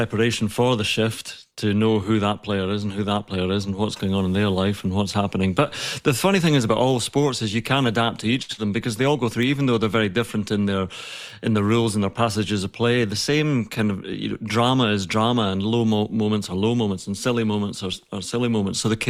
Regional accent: Troon, Scotland, United Kingdom; I'm from Troon

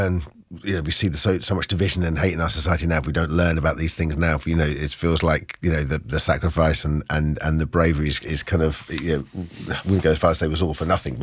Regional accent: East of England, United Kingdom; I grew up in East Anglia

